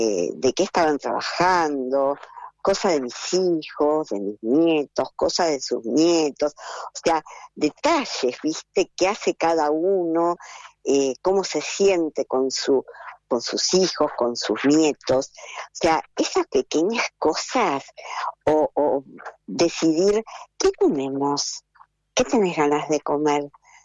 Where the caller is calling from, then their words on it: Berisso, Buenos Aires Province, Argentina; yo vivo en Berisso, no sé cuántos años, hace como 12 años que me hice mi casita